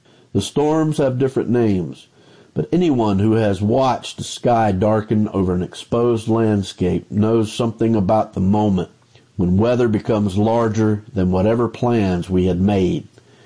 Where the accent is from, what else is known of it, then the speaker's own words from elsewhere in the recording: Goodwell, Oklahoma, United States; from Goodwell, Oklahoma, for the HPPR Radio Readers Book Clu